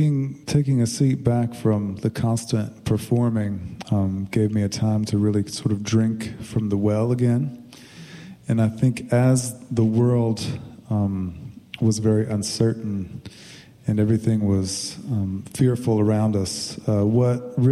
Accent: Lake Charles, Louisiana, United States; moved away as an adult; now in North Carolina, United States; Came from Lake Charles, Louisiana.

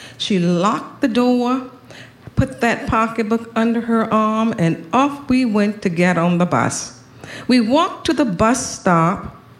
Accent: Savannah, Georgia, United States; born or raised there

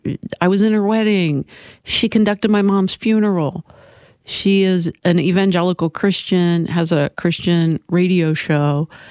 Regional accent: Urbana, Ohio, United States; born or raised there; moved away

